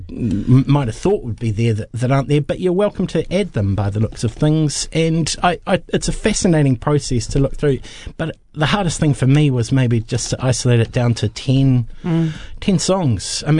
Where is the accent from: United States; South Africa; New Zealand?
New Zealand; Timaru, Canterbury; growing up in Timaru as a child